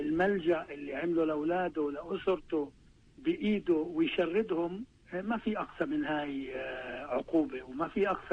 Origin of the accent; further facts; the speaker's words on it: Jerusalem, Palestine; إحنا عنا بالقدس نسبة الفقر عالية جدا